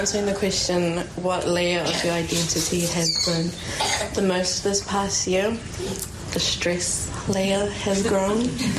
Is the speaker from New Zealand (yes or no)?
yes; New Zealand; being Māori and being Pasifika growing up in New Zealand, where the concept of whakapapa is something that I'm quite used to.